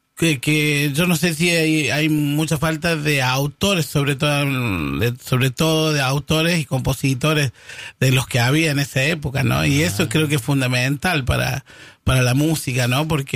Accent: Córdoba, Argentina; accent: Cordoban tonada; El gran problema de Córdoba es los cordobeses. Estamos como plaga en todos lados. Donde llegamos, no sé, bueno, será por nuestro tono, ¿no? Por nuestra tonadita, pero no nos podemos escapar en ningún lado.

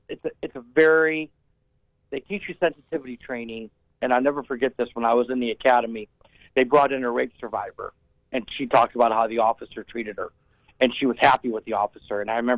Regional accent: North Canton, Ohio, United States; I mean, I go where I grew up in North Canton.

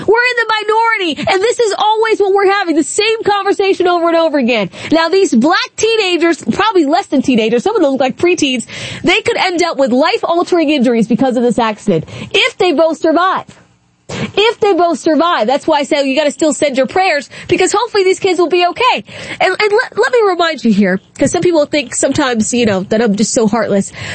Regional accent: Maryland, United States; I grew up in Southern Maryland. That's where they went all the time, to Buzz Creek, to race their dirt bikes.

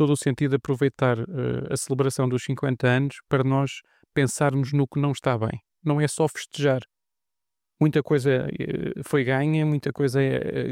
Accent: Lisbon, Portugal; Primeiro, eu nasci em Lisboa, eu vivo em Lisboa, é a minha cidade.

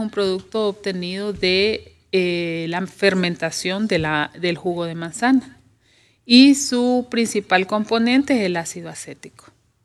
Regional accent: Honduras; Y nosotros somos, los hondureños somos de sabores dulces, más de sabores dulces.

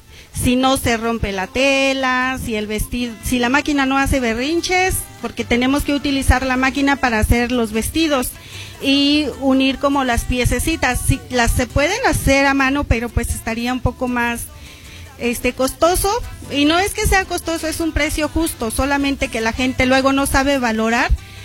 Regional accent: Santiago Mexquititlán, Querétaro, Mexico; soy artesana otomí y vengo de Santiago Mezquititlán, que es la cuna de la muñeca Lele, pertenece al estado de Querétaro, municipio de Amialco.

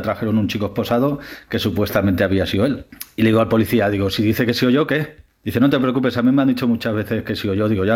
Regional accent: Valencia, Valencian Community, Spain; Buenas noches, fareros y fareras. … de Valencia

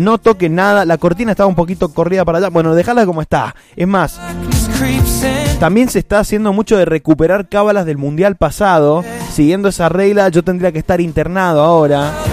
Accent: Argentina; se respetan las cábalas porque somos argentinos.

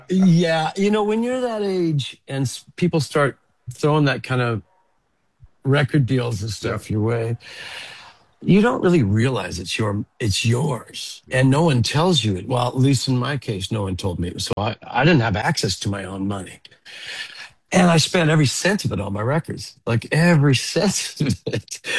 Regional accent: Regina, Saskatchewan, Canada; moved away; growing up in Regina was quite fortuitous for me

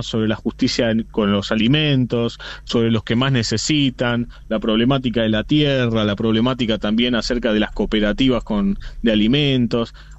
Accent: Buenos Aires, Argentina; now in Río Grande, Argentina; No, yo soy de Buenos

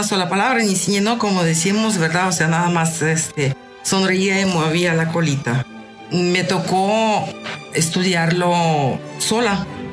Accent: Moscow, Russia; Spanish is a second language; Yo soy originaria de Moscú, Rusia, y mis inicios de estudio empezaron a muy temprana edad, a los 5 años.

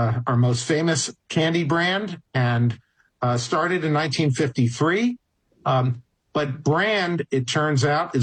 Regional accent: Allentown, Pennsylvania, United States; I'm from Allentown, Pennsylvania.

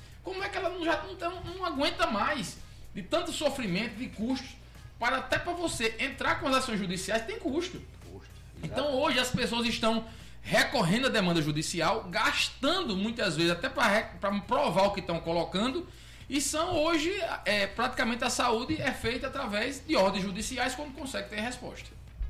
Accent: Zé da Volta, Rio Grande do Norte, Brazil; born there; Aí nasci em Zé da Volta.

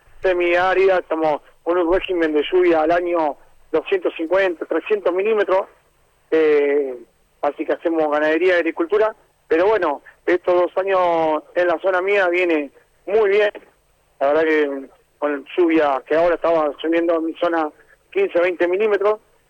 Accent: Carmen de Patagones, Buenos Aires Province, Argentina; Venimos de Carmen de Patagones.

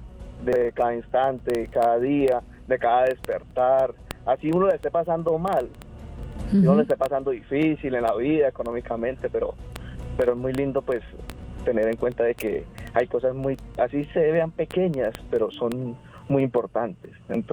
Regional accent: Bucaramanga, Santander, Colombia; En Bucaramanga, exactamente, yo soy de Bucaramanga.

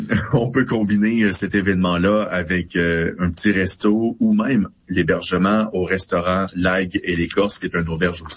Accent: Rivière-du-Loup, Quebec, Canada; je suis de Rivière-du-Loup puis j'y vais à chaque année.

